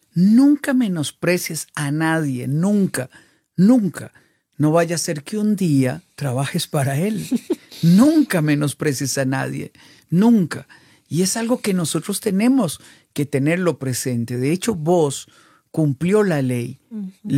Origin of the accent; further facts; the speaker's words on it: Costa Rica; moved away; En mi país de origen, en Costa Rica